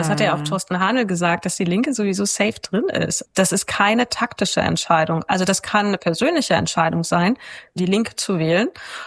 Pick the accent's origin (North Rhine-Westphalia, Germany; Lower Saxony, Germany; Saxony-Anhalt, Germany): Saxony-Anhalt, Germany; Wernigerode; Wernigerode, da wo ich herkomme, auch.